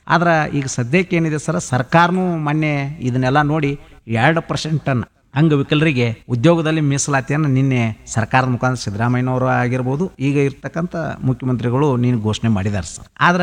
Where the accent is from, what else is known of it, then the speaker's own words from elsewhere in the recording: Belagavi, Karnataka, India; ನಮ್ಮ ಬೆಳಗಾವಿ ವೇಣುದನಿ ಮಾಡ್ತಾ ಇದೆ.